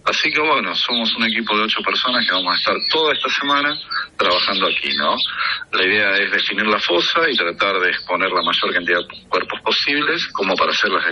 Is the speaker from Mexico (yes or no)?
no; Rosario, Santa Fe, Argentina; Yo soy de Rosario, de la Universidad Nacional de Rosario, del equipo argentino de antropología forense.